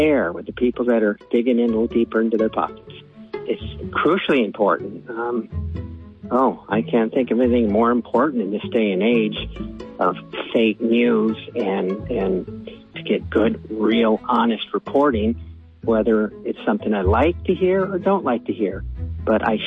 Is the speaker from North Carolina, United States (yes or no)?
yes; New Bern, North Carolina, United States; from New Bern, North Carolina, and I support PRE proudly.